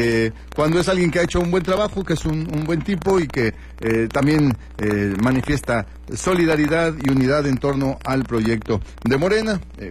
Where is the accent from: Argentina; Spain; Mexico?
Mexico; la alegría de ser mexicanos, el orgullo de ser mexicanos